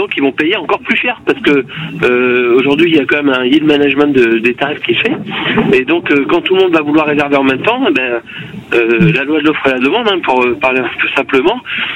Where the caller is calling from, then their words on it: Bordeaux, Nouvelle-Aquitaine, France; moi je suis à Bordeaux